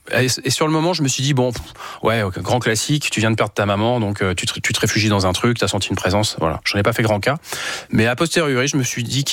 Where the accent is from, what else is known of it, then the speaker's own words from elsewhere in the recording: Pays de la Loire, France; now in Vannes, France; j'ai passé donc 24 heures donc dans le Maine-et-Loire, là où j'ai grandi, où mes parents avaient encore leur maison à cette époque-là.